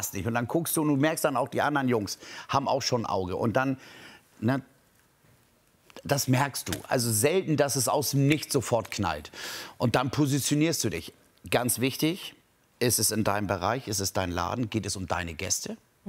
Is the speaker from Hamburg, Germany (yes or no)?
yes; Hamburg, Germany; Oh, ich glaube, ich war 15. als Hamburger Jungen und dann Freunde auf der Eisbahn